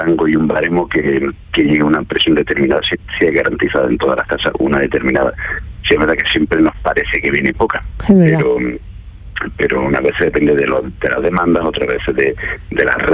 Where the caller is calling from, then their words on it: Roquetas de Mar, Andalusia, Spain; Yo vivo en Roqueta del Mar, en Almería, pero actualmente estoy trabajando en Jaén Capital y en Linares.